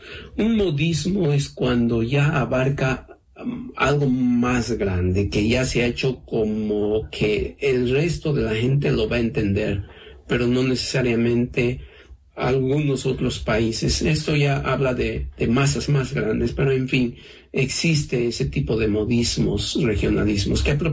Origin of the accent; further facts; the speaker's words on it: Peru; tenemos esa dificultad nosotros como peruanos